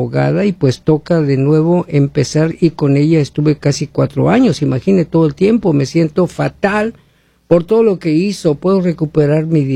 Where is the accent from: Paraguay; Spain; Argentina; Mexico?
Mexico; now in United States; cometí el error de agarrar asilo como guatemalteco. Yo soy mexicano. Ahora estoy por casarme con una ciudadana.